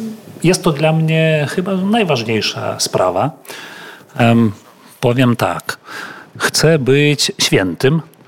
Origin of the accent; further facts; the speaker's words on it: Eišiškės, Vilnius County, Lithuania; also born or lived in Warsaw, Poland; Nie jestem Wilniukiem, jestem z Wileńszczyzny, urodzony w Wejszyszkach, wychowałem się też w malutkim miasteczku.